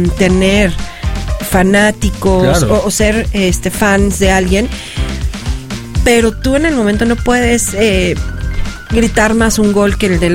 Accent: Tehuixtla, Morelos, Mexico; De Tehuixtla, para ser exacto. Yo soy de Tehuixtla

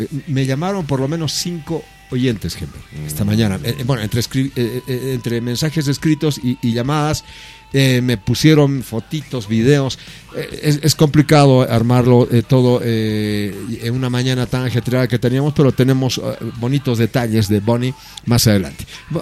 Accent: Argentina; Yo argentino, ¿viste?

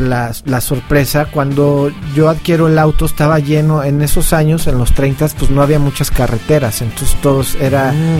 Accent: Mexico; esta magia que tenemos como país y esta improvisación que tenemos como mexicanos, que si algo no existe lo inventamos.

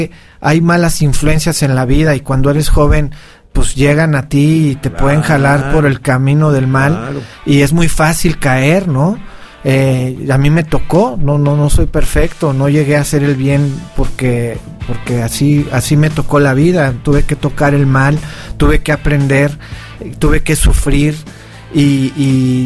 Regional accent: Mexico; somos una gran raza, somos mexicanos

